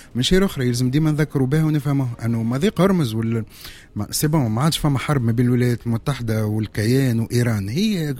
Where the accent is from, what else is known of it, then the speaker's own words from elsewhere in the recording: Tunisia; عندنا في تونس